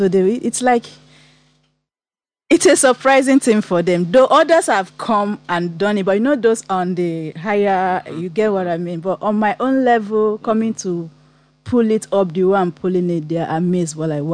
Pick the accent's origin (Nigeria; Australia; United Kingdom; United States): Nigeria; I'm Nigeria.